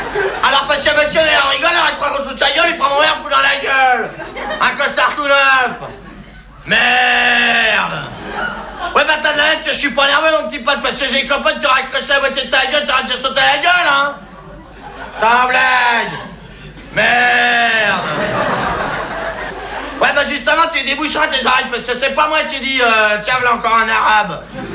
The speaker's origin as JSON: {"language": "French", "country": "France"}